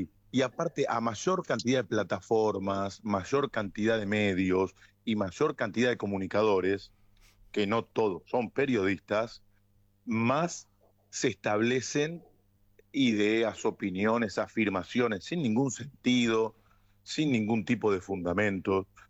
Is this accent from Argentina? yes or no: yes; Argentina; now in Buenos Aires, Argentina